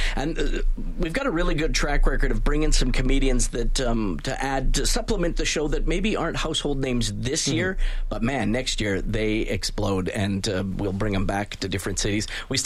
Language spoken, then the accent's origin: English; Edmonton, Alberta, Canada; When I grew up in Edmonton in the 70s, a taste of Edmonton was just pierogies.